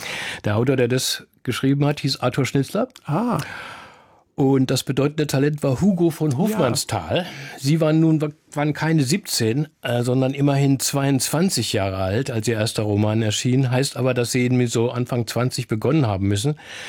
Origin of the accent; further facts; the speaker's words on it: Berlin, Germany; aber ich sag's mal dreist und als Berliner, das ist doch nicht normal.